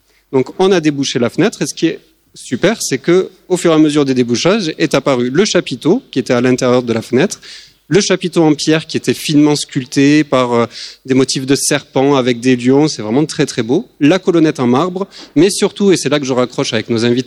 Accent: Toulouse, Occitanie, France; Je vais plutôt vous parler de briques puisque on vient de Toulouse

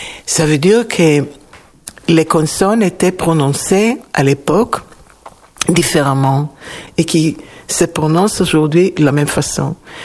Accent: Israel; accent: Hebrew-influenced; French is a second language; comme je parle, mon accent est influencé par l'hébreu.

